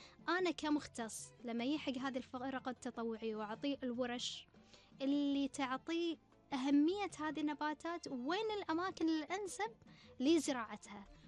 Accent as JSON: {"language": "Arabic", "country": "Kuwait", "said": "نتمنى أن هي تكون موجودة عندنا في الكويت ويتم استثمارها."}